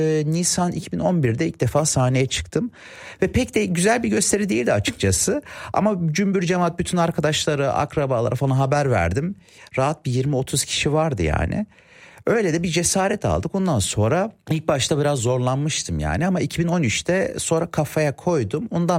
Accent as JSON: {"language": "Turkish", "country": "Germany", "tie": "born or raised there", "said": "Annemi Almanya'ya getiriyor. 1970'te evleniyorlar. 71'de annem geliyor. 87'li ben doğumluyum. İki tane büyük abim var. Biri benden 14 yaş büyük. Biri 10 yaş büyük. Yani ben açıkçası pek planda yoktum. Ama aileye güzel bir neşe getirdiğimi düşünüyorum. Burada okula gittim."}